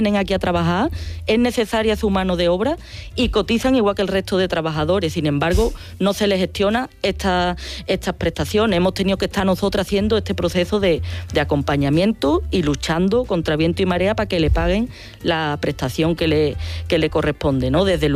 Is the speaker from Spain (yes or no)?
yes; Andalusia, Spain; y en mi pueblo, Cacena del Campo, nos pasó, ¿no?